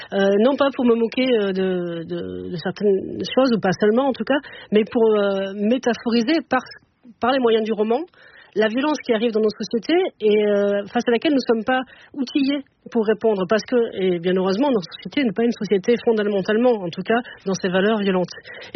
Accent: Montpellier, Occitanie, France; born there

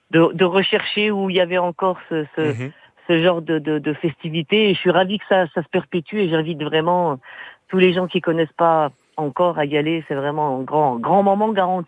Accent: Grand Est, France; parce que j'ai grandi dans les Ardennes, et c'était il y a près de 40 ans maintenant.

